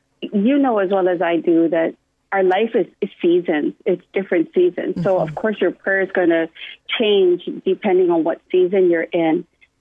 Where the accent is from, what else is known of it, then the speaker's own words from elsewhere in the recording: Waimanalo, Hawaii, United States; I'm from Wamanala, born and raised, so that song is very dear to me.